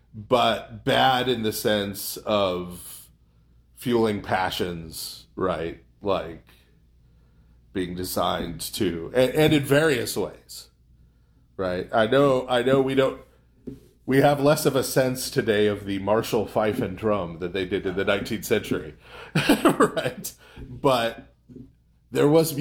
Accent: United States; born there; I'm using we in the I was born in America sense.

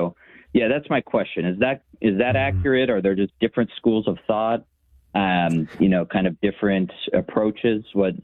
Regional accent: Los Angeles, California, United States; Yes. Been here my whole life.

